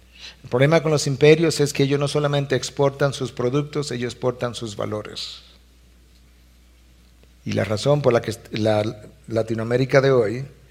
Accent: Dominican Republic; nuestros compatriotas dominicanos

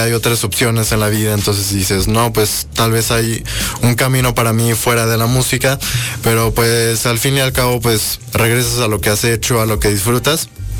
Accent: León, Guanajuato, Mexico; Soy de aquí, de León, Guanajuato.

